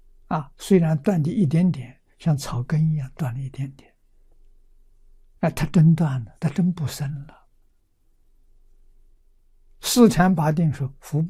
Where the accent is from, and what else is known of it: China